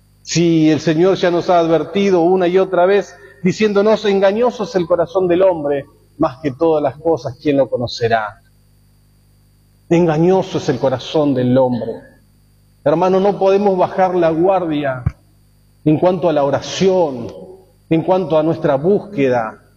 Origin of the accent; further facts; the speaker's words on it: Argentina